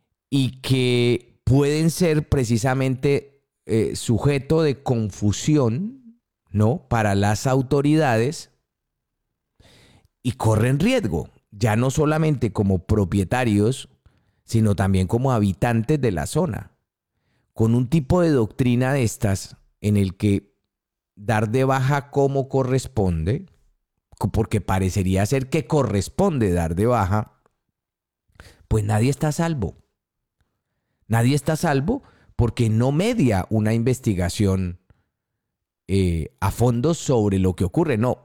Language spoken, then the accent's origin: Spanish; Tolima, Colombia; yo soy del Tolima